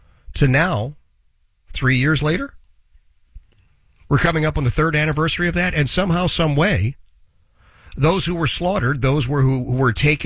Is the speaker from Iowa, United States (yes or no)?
no; Philadelphia, Pennsylvania, United States; Philadelphia, my hometown.